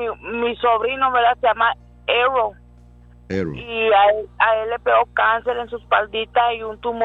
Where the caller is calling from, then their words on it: Crystal City, Texas, United States; No, de Cristal, de Crystal City.